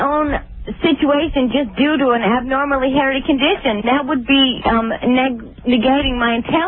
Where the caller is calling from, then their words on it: Los Angeles, California, United States; I live in the valley.